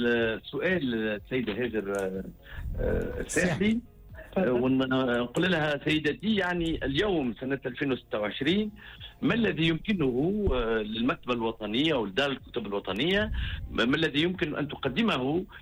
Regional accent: Tunisia; احنا في علاقتنا كتوانسة

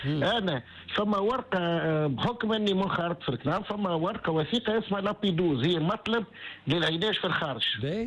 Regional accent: Enfidha, Sousse Governorate, Tunisia; أنا أصيل نفيذة ولاية سوسة.

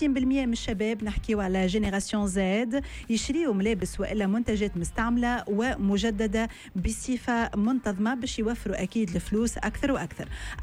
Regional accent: Tunisia; عندنا في تونس

